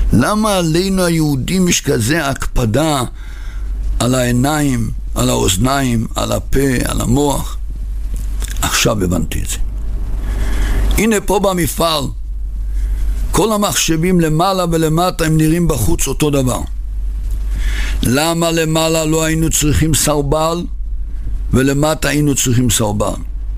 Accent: Migdal HaEmek, Northern District, Israel

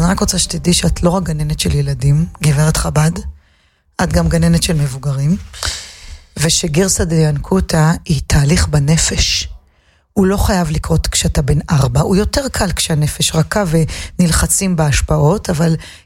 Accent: Bnei Brak, Tel Aviv District, Israel; אני בכלל מבני ברק

